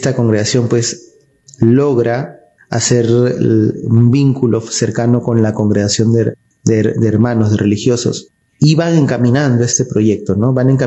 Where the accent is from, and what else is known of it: Peru